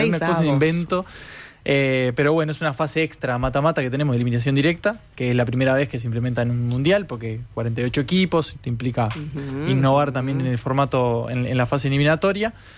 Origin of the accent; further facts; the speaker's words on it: Uruguay; Yo lo digo también como uruguayo